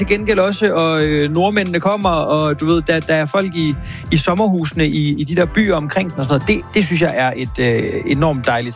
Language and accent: Danish; Hirtshals, North Denmark Region, Denmark; moved away; Jeg er fra Hirtshals, og det er jo Vesterhavet, og det er også mange gode spisesteder. Altså sådan en by, man er glad for at komme fra